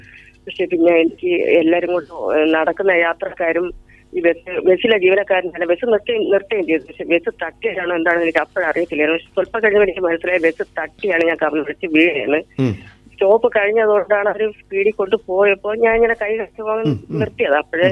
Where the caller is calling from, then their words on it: Palakkad, Kerala, India; പാലക്കോട് നിന്നാണ് വിളിക്കുന്നത്.